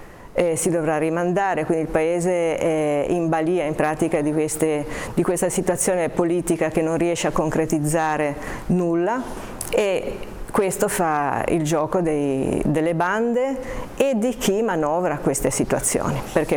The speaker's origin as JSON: {"language": "Italian", "town": "Genoa", "region": "Liguria", "country": "Italy", "moved": "yes", "lives_now": "Haiti", "said": "io sono partita 25 anni fa da Genova, io sono una genovese che 25 anni fa ha, posso dire essere stata catapultata nello stesso posto dove Cristoforo Colombo, tanti anni prima, aveva messo piede. Io vivo ad Haiti"}